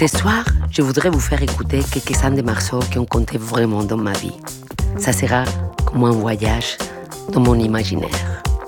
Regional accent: Madrid, Community of Madrid, Spain; French is a second language; now in Paris, France; Vous l'entendez à ma voix, je suis d'origine espagnole. Je suis arrivée de Madrid à Paris en 1992

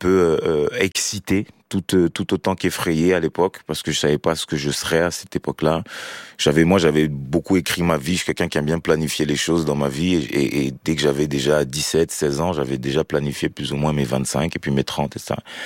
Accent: Cameroon; C'était important pour moi de retourner au Cameroun parce que c'est de là d'où je viens, et même si j'ai jamais vraiment connecté avec cet endroit, je pense qu'il y a un espèce de lien psychique avec mon pays, mes terres et ma terre-mère.

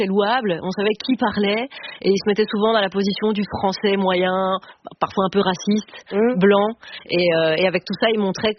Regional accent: Belgium; je suis belge.

